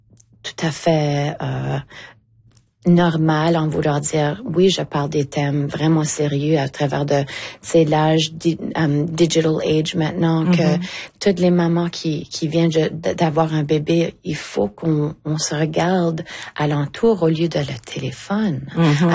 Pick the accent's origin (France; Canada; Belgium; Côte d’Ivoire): Canada; Eastern Canada; now in Vancouver, Canada; je viens de l'Est du Canada